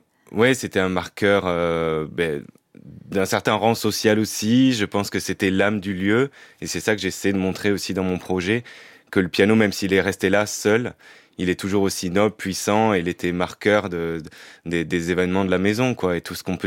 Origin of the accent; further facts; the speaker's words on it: Périgueux, Nouvelle-Aquitaine, France; Périgueux, en Dordogne, là où j'ai grandi. J'ai grandi dans le Périgord.